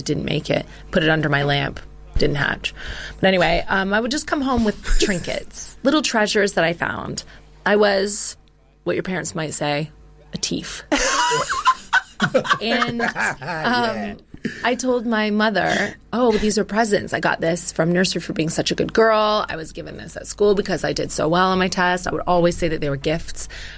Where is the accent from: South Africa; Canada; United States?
Canada; Sarnia, Ontario; I'm from Sarnia, which is very close to Detroit.